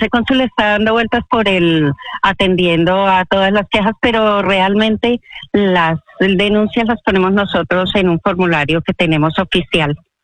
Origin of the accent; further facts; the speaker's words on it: Venezuela; born there; Y soy de doble nacionalidad, porque soy venezolana por nacimiento, ¿cómo es que se llama? La nacionalidad colombiana, pero quiero a Colombia.